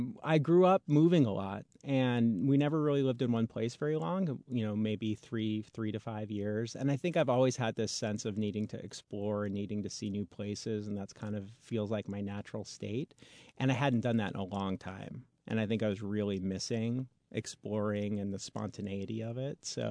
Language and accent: English; Wyoming, United States; born or raised there; also born or lived in Utah / Arizona